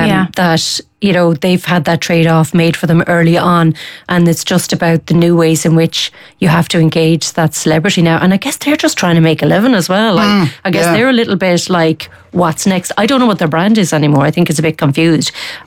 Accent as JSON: {"language": "English", "area": "Tipperary", "region": "Munster", "country": "Ireland", "tie": "born or raised there", "said": "I grew up in Tipperary. It's a bit landlocked."}